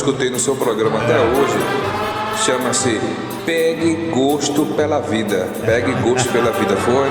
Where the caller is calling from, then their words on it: Limoeiro, Pernambuco, Brazil; falando diretamente da cidade de Limoeiro.